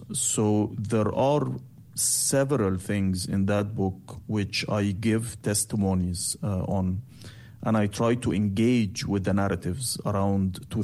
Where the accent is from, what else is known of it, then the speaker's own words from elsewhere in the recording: Cairo, Cairo Governorate, Egypt; moved away as an adult; now in Berlin, Germany; I was born in Cairo, raised in Cairo, lived most of my life in Cairo till I had to leave it in 2015